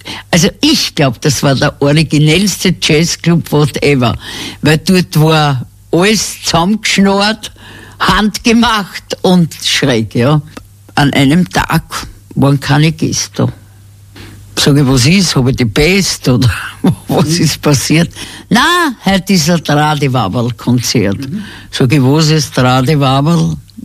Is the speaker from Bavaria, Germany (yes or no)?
no; Cologne, North Rhine-Westphalia, Germany; now in Vienna, Austria; Ich war Kölnerin eigentlich